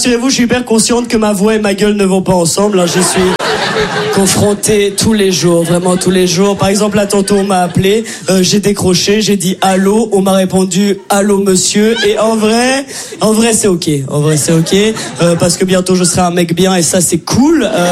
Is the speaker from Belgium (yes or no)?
yes; Brussels, Belgium; accent: Brussels